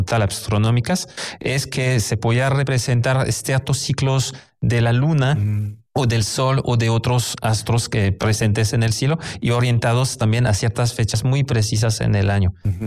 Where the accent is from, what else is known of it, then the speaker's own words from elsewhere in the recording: Nuevo León, Mexico; vestigios culturales que vale mucho la pena conocer para forjar un poquito mejor nuestra identidad como regios personas del noreste de México.